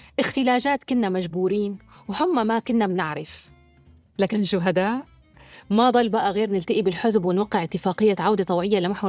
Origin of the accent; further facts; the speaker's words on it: Syria; بس كان في سبب أكثر أهمية لنا كسوريين.